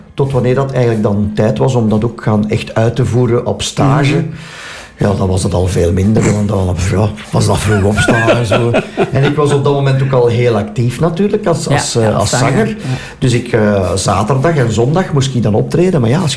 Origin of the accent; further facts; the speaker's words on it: Halle, Flanders, Belgium; born there; Ja, dat is eigenlijk begonnen in Halle, mijn geboortestad.